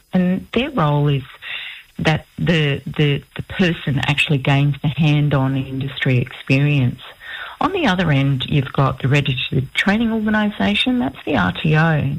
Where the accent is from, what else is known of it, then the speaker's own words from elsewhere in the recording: Weipa, Queensland, Australia; also born or lived in Old Mapoon; growing up in Weeper in Old Marpoon in Far North Queensland, my childhood was adventurous and it was fun.